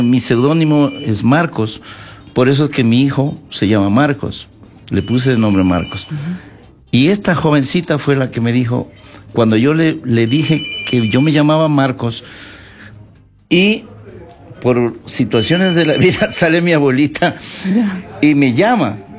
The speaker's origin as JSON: {"language": "Spanish", "country": "Ecuador", "tie": "born or raised there", "said": "en mi pueblo, Segundo se llamaban todos los viejos. Bajaba al Valle del Chota"}